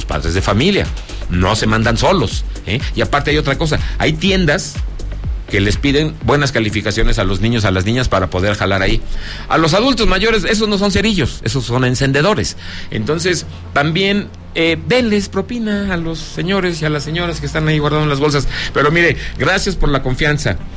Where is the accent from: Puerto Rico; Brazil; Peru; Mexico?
Mexico; Zacatecas; aquí de mi tierra, Zacatecas